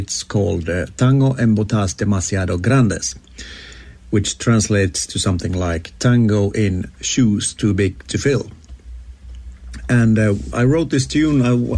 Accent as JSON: {"language": "English", "country": "Finland", "moved": "yes", "said": "I come originally from Finland, and tango is very big in Finland."}